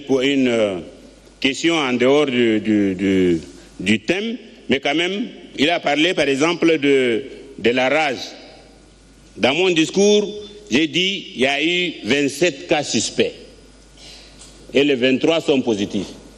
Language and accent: French; Chad; Donc nous tous, nous sommes tous des Tchadiens